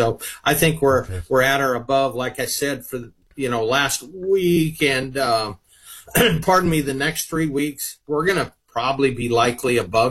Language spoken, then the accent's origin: English; Iowa, United States; You know, I went to my hometown grocer here in Eastern Iowa.